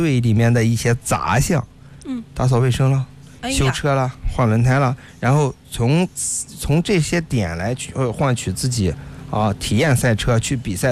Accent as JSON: {"language": "Chinese", "region": "Shandong", "country": "China", "said": "你们山东帮又合体了。"}